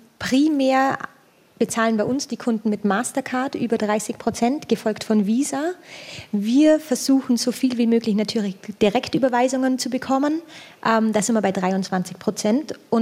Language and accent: German; Austria; als Österreicherin, als Europäerin